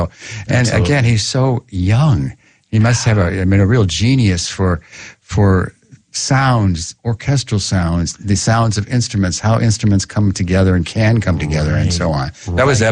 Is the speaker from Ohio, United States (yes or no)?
yes; Cleveland, Ohio, United States; I grew up in Cleveland, and I listened to WCLV, which was and may still be the radio station there.